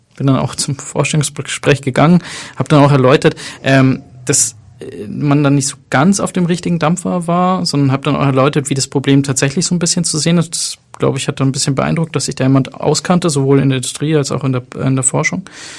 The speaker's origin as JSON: {"language": "German", "country": "Tunisia", "said": "Habe ich halt gesagt, meine Mutter kommt aus Tunesien. Ich bin Tunesier."}